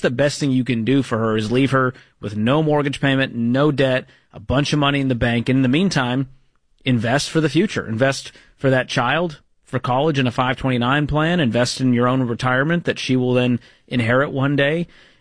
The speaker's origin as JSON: {"language": "English", "town": "Boston", "region": "Massachusetts", "country": "United States", "said": "I mean, I'm from the Boston area."}